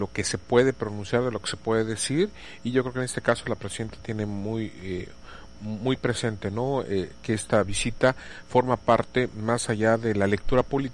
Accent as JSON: {"language": "Spanish", "country": "Mexico", "said": "como somos mexicanos lo dejamos todo a lo último"}